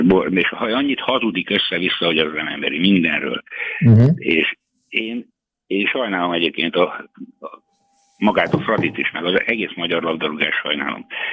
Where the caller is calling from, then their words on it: Szabolcs-Szatmár-Bereg, Hungary; Szabolcsi vagyok